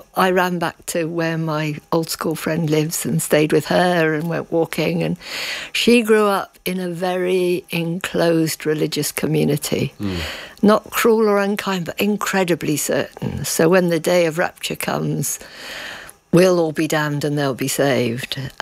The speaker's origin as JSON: {"language": "English", "region": "South West England", "country": "United Kingdom", "tie": "born or raised there", "moved": "yes", "lives_now": "North East England, United Kingdom", "said": "I grew up in North Devon"}